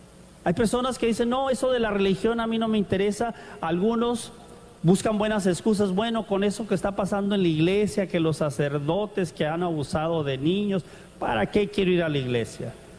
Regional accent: Mexico; moved away; aquí la mayoría de gente es de México, somos de México.

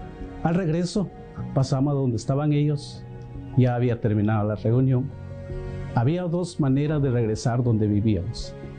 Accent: Guatemala; moved away; soy de Guatemala.

